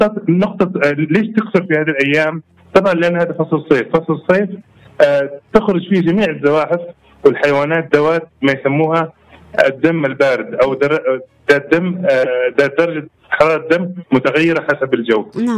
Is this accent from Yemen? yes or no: yes; Aden, Yemen; اللي عندنا في عدن دائما تكون لونها رمادي أو رمادي داكن شوية أو رمادي بني.